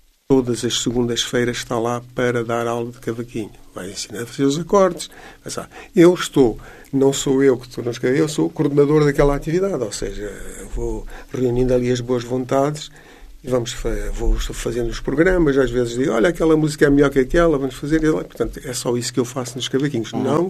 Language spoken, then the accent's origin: Portuguese; Huambo, Angola; moved away as an adult; also born or lived in Coimbra, Portugal; now in Portugal; Em África, eu nasci em Angola. E estive em Nova Lisboa